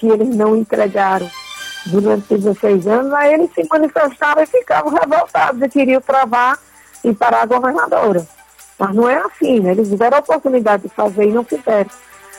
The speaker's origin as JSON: {"language": "Portuguese", "region": "Pernambuco", "country": "Brazil"}